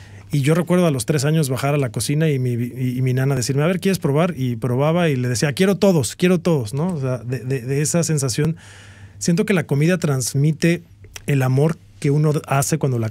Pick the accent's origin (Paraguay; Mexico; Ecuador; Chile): Mexico; moved away as an adult; now in Canada; yo vengo de México.